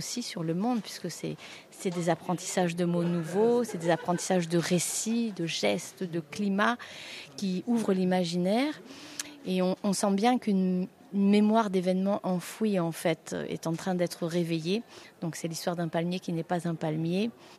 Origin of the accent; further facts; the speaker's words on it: Grasse, Provence-Alpes-Côte d'Azur, France; moved away as an adult; also born or lived in Paris / Vietnam / Philippines; je viens de Grasse, j'ai fait mes études à Paris